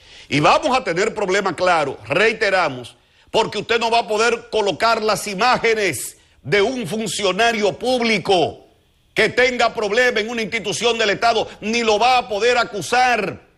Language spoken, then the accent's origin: Spanish; Dominican Republic; como medio de comunicación y como ciudadano dominicano